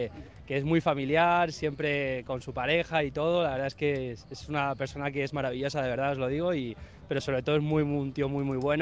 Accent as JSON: {"language": "Spanish", "town": "Madrid", "region": "Community of Madrid", "country": "Spain"}